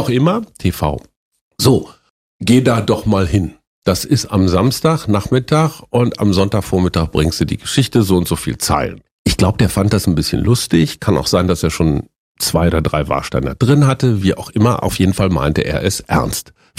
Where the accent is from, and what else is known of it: Münster, North Rhine-Westphalia, Germany; born or raised there